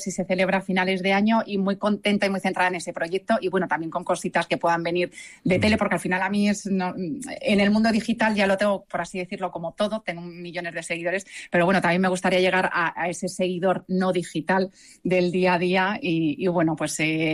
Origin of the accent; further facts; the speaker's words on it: Castilla-La Mancha, Spain; Pues mira, sí, yo es mi pueblo, me he criado ahí y al final creo que la mayor herencia que me han dejado mis padres es ser de pueblo